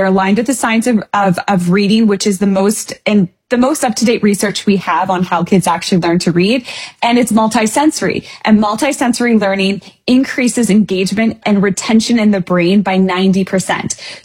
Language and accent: English; Canada; moved away; I'm Canadian. I'm an Ontario trained teacher.